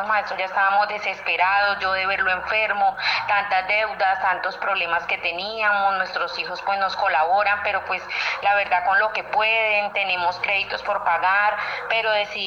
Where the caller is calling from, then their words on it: Cocorná, Antioquia, Colombia; Desde acá, desde Cocorná, Antioquia